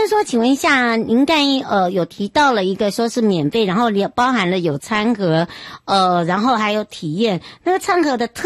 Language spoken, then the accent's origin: Chinese; Hualien County, Taiwan; 回到我的故乡，搭乘我们的纵谷时光机，我们要带大家来到了绿点酒庄哦，还要记得哦，来到我们的故乡哦，来体验我们部落文化之外呢